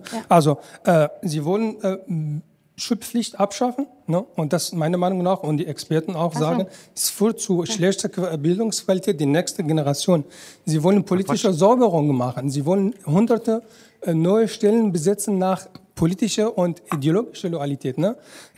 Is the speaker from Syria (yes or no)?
yes; Syria; German is a second language; now in Germany; Ich komme aus Syrien. Ich bin in einer Diktator geboren und aufgewachsen.